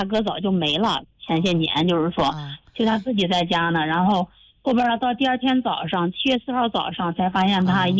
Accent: Dingzhou, Hebei, China; 老家是河北省定州市行一镇北菊右村。

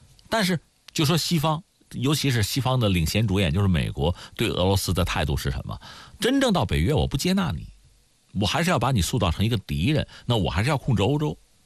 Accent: China; 说起来你比如说那我们中国人啊，

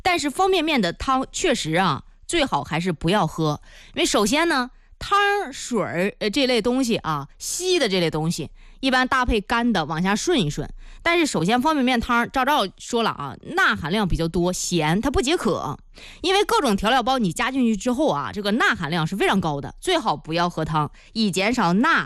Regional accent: northern China, China; 咱们北方人啊，

